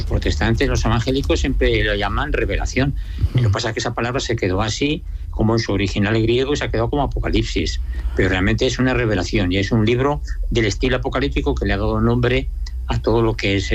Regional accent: Aragon, Spain; now in Zaragoza, Spain; Sí, al final he vuelto a mi tierra. Después de recorrer media España, al final he vuelto a mi tierra.

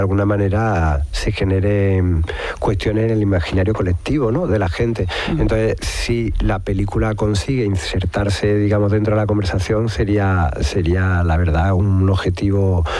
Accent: Andalusia, Spain; accent: Andalusian; Yo creo que tenemos un acento precioso que puede tener cualquier personaje, una película, desde un banquero a quien sea, ¿no? Y creo que esta generación de cineastas, digamos, más jóvenes andaluces, no tienen ningún complejo en ese sentido

